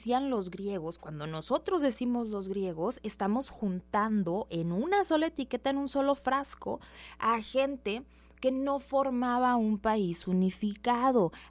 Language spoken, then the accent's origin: Spanish; Mexico; somos los indios mexicanos.